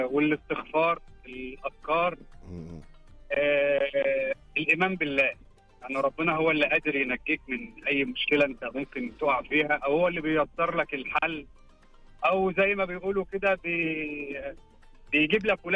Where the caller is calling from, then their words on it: Eastern Province, Saudi Arabia; من الشرقيه.